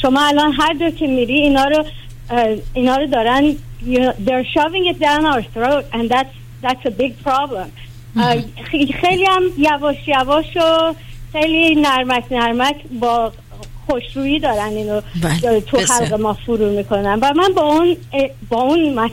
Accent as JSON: {"language": "Persian", "country": "Iran", "moved": "yes", "lives_now": "United States", "said": "از ایرانم فرار کردم به خاطر اینی که نمیخواستم کسی این چیزو به من تحمیل بکنه، ولی متاسفانه الان امریکای امروز شده ایران 47 سال پیش"}